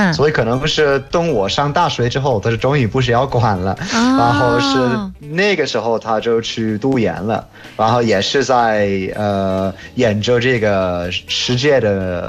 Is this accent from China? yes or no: no; United Kingdom; Chinese is a second language; moved away